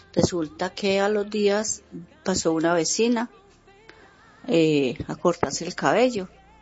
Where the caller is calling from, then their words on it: Cartago, Valle del Cauca, Colombia; de Cartago Valle.